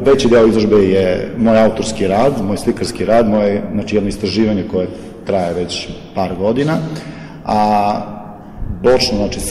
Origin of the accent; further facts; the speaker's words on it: Vranje, Southern and Eastern Serbia, Serbia; Ja sam slikar iz Vranja